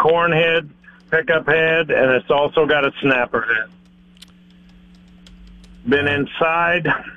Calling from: Pierce, United States; from Pierce.

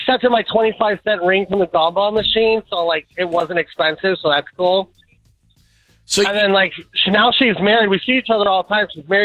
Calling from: McHenry, Illinois, United States; from McHenry.

